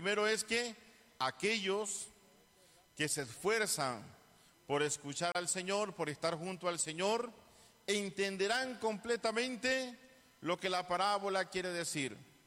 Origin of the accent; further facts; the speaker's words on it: Conchagua, La Unión, El Salvador; now in Santiago de María, El Salvador; yo soy originario de Conchagua, ¿verdad? Del distrito de Conchagua. Somos del mismo departamento